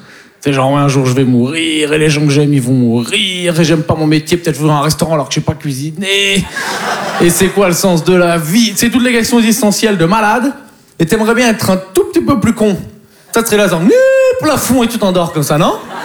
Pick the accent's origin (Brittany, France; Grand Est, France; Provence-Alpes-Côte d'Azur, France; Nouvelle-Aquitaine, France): Nouvelle-Aquitaine, France; Poitiers; Mais bon, en plus, je viens de Poitiers, donc il faut s'occuper. Hein, tu peux pas aller au Futuroscope 5 fois par semaine, quoi.